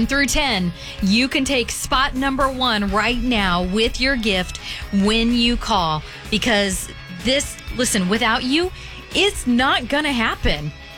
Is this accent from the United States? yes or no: yes; Missouri, United States; I'm originally from Missouri.